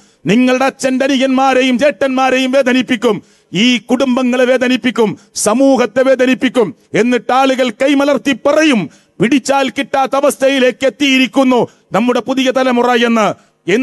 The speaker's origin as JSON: {"language": "Malayalam", "town": "Manjeri", "region": "Kerala", "country": "India", "said": "എന്റെ നാട്ടിൽ മലപ്പുറം ജില്ലയിൽ മഞ്ചേരിയിൽ"}